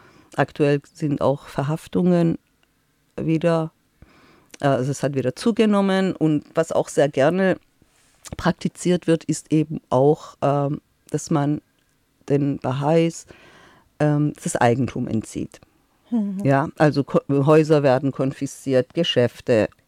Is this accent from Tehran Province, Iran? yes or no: yes; Tehran, Tehran Province, Iran; German is a second language; now in Germany; Ich bin als Kind aufgewachsen im Iran. Meine Kindheit war eigentlich eine sehr schöne Kindheit. Also ich bin in der Hauptstadt geboren.